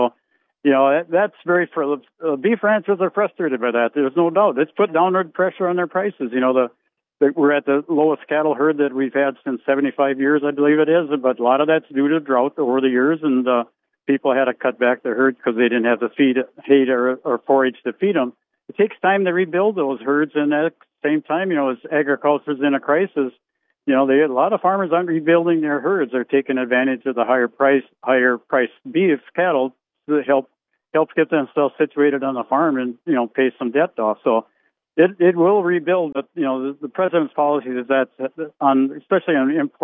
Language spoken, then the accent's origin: English; Minnesota, United States; obviously I'm prejudiced because I'm from Minnesota